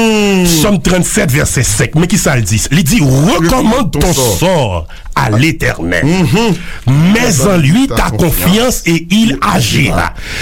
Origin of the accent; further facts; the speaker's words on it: Haiti; en tant que membre du clergé et en tant qu'haïtien je me suis affecté par ce problème le problème de TPS